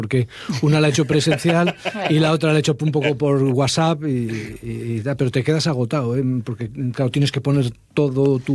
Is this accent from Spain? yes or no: yes; Castile and León, Spain; Yo soy del Bierzo